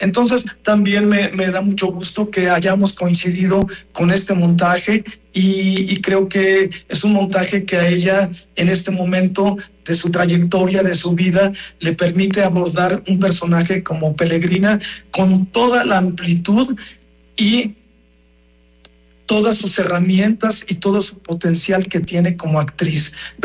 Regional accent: Tlapacoyan, Veracruz, Mexico; also born or lived in Xalapa, Veracruz; now in Mexico City, Mexico; Tlapacoyan, mi pueblo donde yo nací

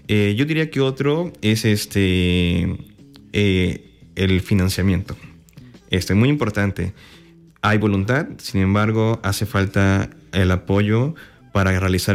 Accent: Alvarado, Veracruz, Mexico; Como yo soy de Alvarado, crecí viendo los manglares, ¿no? Desde chiquito.

